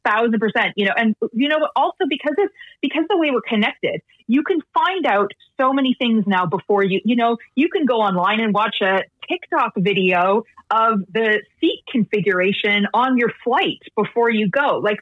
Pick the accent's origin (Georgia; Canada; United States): Canada; now in Iceland; but also in Iceland, you know, I grew up in Canada. I speak Icelandic with an accent and I make mistakes.